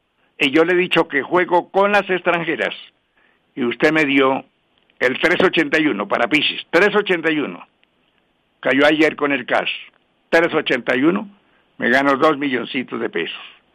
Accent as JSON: {"language": "Spanish", "region": "Córdoba", "country": "Colombia", "said": "Soy del departamento de Córdoba."}